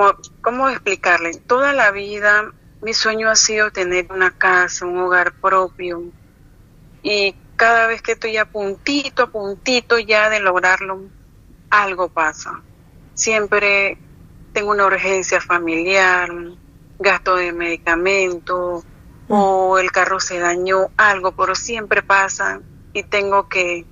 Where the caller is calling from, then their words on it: Panama City, Panamá, Panama; De Panamá, de Caledonia.